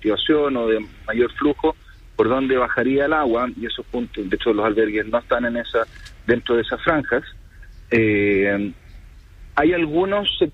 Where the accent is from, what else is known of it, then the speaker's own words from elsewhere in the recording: Antofagasta, Chile; como somos los antofagastinos